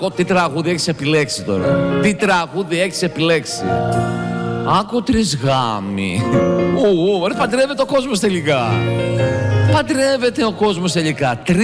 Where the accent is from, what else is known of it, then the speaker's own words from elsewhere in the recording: Greece; Εγώ είμαι Έλληνας.